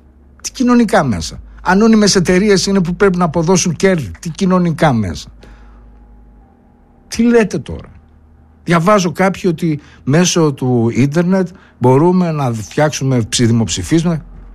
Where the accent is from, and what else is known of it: Greece